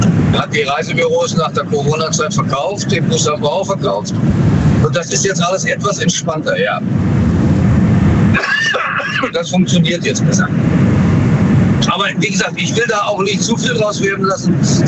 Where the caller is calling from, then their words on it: Germany; Ich bin aus Feldenz.